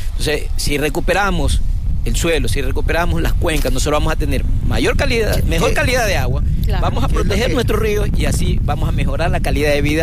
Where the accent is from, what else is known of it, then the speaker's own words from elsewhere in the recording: Ecuador; nosotros como ecuatorianos